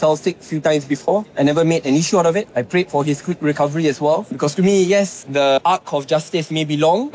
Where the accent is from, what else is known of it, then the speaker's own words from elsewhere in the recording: Malaysia; as a Malaysian